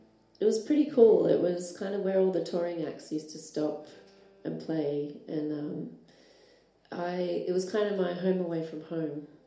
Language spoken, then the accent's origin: English; Newcastle, North East England, United Kingdom; a live album that I recorded in my hometown in Newcastle.